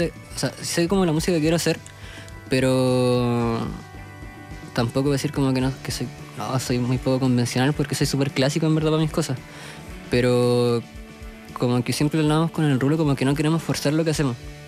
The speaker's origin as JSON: {"language": "Spanish", "town": "Andacollo", "region": "Coquimbo", "country": "Chile", "said": "Somos de Andacoyo"}